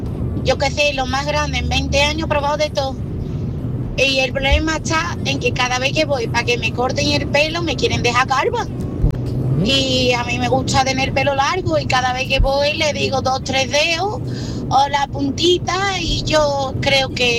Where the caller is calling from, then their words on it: Seville, Andalusia, Spain; de Sevilla.